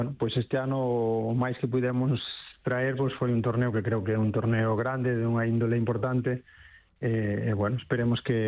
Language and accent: Galician; Galicia, Spain; Sí, claro, que son da Costa, como sempre digo, e presumo de ser da Costa, pois claro que sí.